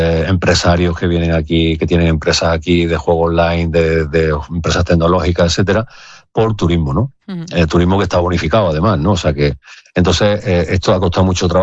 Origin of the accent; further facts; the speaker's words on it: Cabra, Andalusia, Spain; now in Ceuta, Spain; como dicen en mi pueblo, gente de Cabra